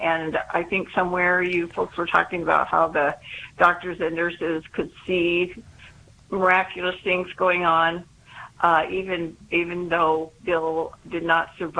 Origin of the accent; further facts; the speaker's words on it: Ireland; I'm Irish, too